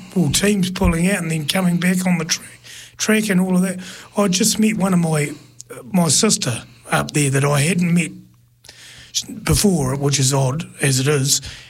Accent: Palmerston North, Manawatū-Whanganui, New Zealand; I'm from Palmerston North.

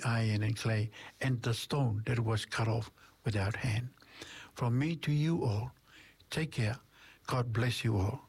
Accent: Cook Islands; first language Cook Islands Maori; English is a second language; now in New Zealand; I'm a Cook Islander. English is my second language.

